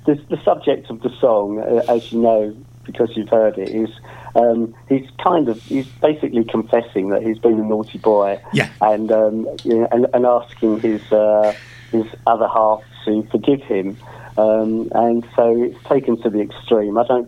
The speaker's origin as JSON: {"language": "English", "region": "London", "country": "United Kingdom", "tie": "born there", "said": "it's where I was born in Kensington"}